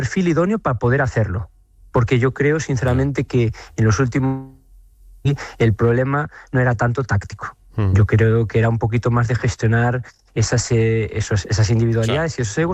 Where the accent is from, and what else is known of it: Galicia, Spain